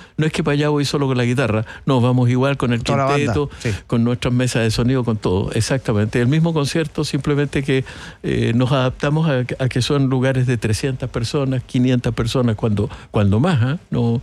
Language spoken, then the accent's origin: Spanish; Valparaíso, Chile; Yo soy porteño, nací en Valparaíso, siempre amé al mar, y dije, bueno, siempre voy a buscar volver al mar